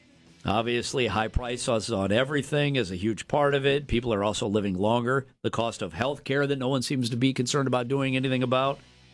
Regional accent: Chicago, Illinois, United States; there was a legendary radio guy when I was growing up in Chicago named Larry Lujack.

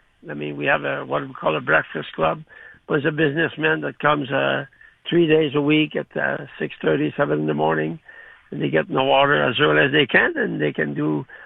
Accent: Canada; But we were 1 and 2 on the podium as Canadian.

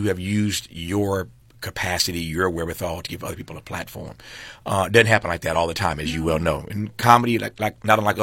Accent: Indiana, United States; I grew up in Indiana, where he was the architect.

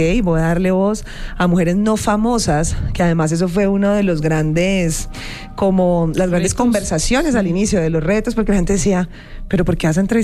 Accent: Cali, Valle del Cauca, Colombia; now in Bogotá, Colombia; Sí, yo soy caleña, ve. Desde Cali, Colombia. Yo vengo de Bogotá, porque yo vivo en Bogotá, pero yo soy de Cali.

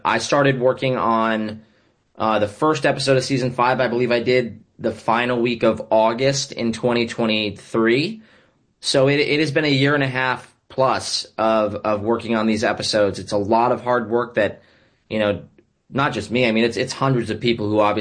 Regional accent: Florida, United States; I grew up in Florida.

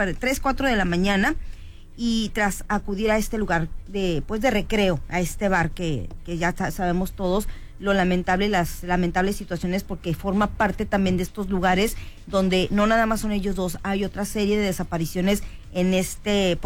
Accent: Baja California, Mexico; somos los ciudadanos de Baja California.

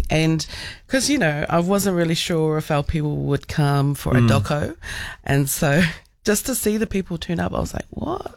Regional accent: South Auckland, Auckland, New Zealand; growing up in South Auckland

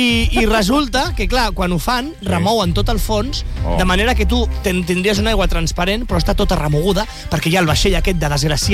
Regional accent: Castelldefels, Catalonia, Spain; a Castelldefels, que és d'on jo soc

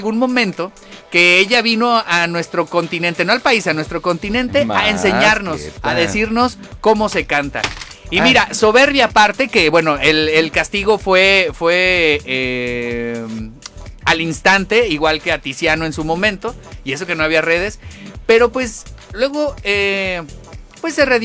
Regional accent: Mexico; Es lo que nos merecemos como mexicanos.

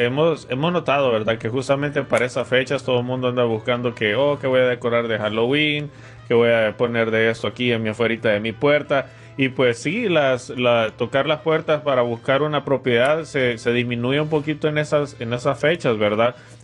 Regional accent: El Salvador; Unidos como salvadoreños

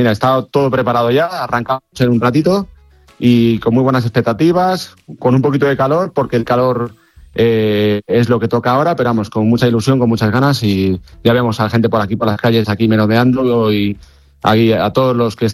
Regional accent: El Escorial, Community of Madrid, Spain; Que voy a hablar de mi pueblo. Yo soy de aquí, del Escorial, de toda la vida, como bien sabes.

